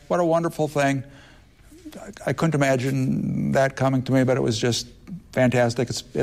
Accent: Menominee, Michigan, United States; Not only did I graduate from Menominee High School, but I was raised there. And when people say to me, where are you from? I say Menominee.

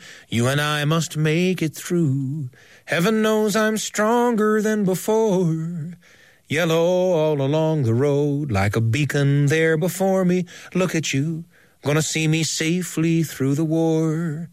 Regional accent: Utah, United States; Well, my hometown is in Utah, in the United States of America.

